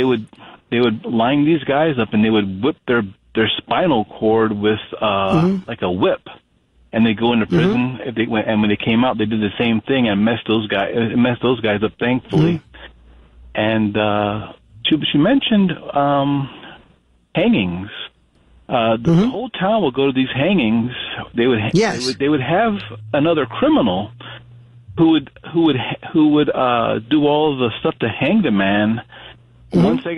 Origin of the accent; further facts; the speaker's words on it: Florida, United States; I was growing up in Florida back in the 1980s.